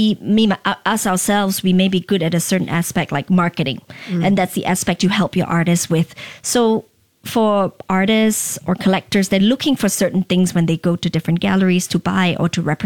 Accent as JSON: {"language": "English", "country": "Singapore", "said": "And I think as a Singaporean, I think about that very much."}